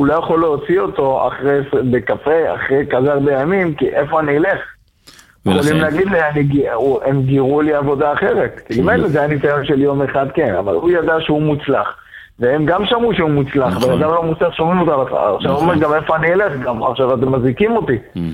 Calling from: Bnei Brak, Tel Aviv District, Israel; אני מבני ברק.

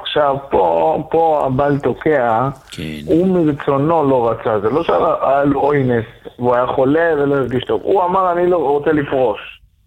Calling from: Bnei Brak, Tel Aviv District, Israel; אני מבני ברק.

